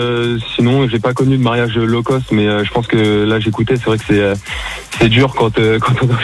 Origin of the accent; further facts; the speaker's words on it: Marne-la-Vallée, Île-de-France, France; Ouais, j'ai grandi dans le secteur de Marne-la-Vallée depuis